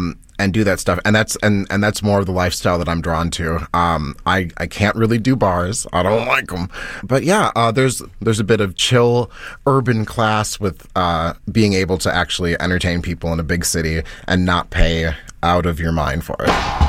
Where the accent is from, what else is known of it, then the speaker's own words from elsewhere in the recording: Minnesota, United States; moved away as an adult; now in Chicago, United States; I'm from Minnesota, but I moved to Chicago when I was 18.